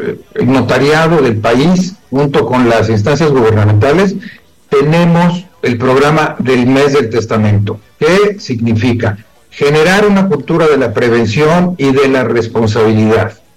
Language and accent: Spanish; Mexico; no se esperen como buenos mexicanos a hacer la cita el 30 de septiembre